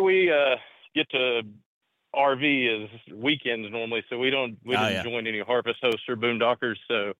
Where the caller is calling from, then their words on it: St. Louis, Missouri, United States; I'm calling actually right now from St. Louis.